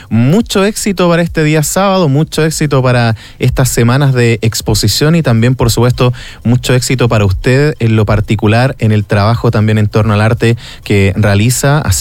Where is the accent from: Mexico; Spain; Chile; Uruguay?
Chile; Los Vilos, Coquimbo; nosotros quienes somos de acá de Los Vilos